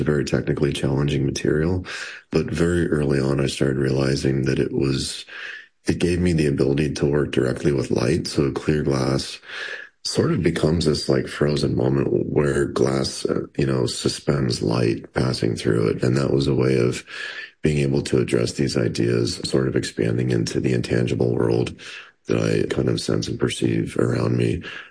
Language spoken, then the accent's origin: English; Denver, Colorado, United States; now in Hastings, United States; As you said, I grew up in Denver. And honestly, was needing to get out of Denver.